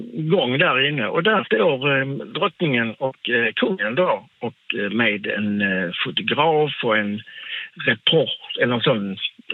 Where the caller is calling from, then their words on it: Malmö, Skåne, Sweden; vi är från Malmö